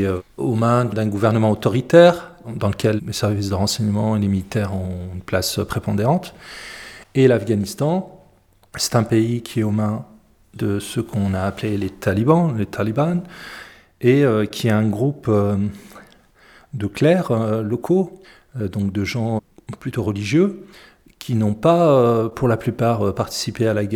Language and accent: French; Algeria; now in France; J'ai à l'époque juste la nationalité algérienne